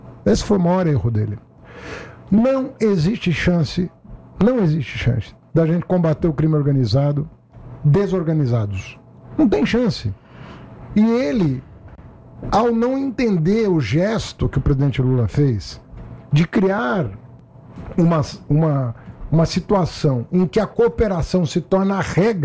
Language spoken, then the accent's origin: Portuguese; São Paulo, Brazil; born there; Nasci em São Paulo, moro em São Paulo, fui prefeito da capital.